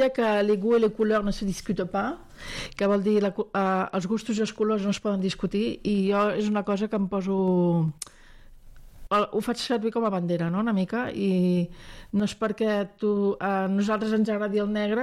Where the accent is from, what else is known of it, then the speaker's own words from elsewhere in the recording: Barcelona, Catalonia, Spain; born there; first language French; Catalan is a second language; vaig néixer en un pis a Barcelona que tot eren llibres, i bueno, la cultura, la lectura, sobretot, ha format part de la meva infantesa i la meva joventut.